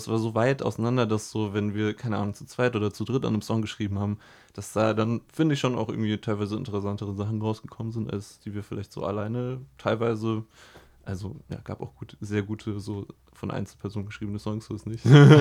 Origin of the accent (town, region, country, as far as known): Heidelberg, Baden-Württemberg, Germany; born or raised there; moved away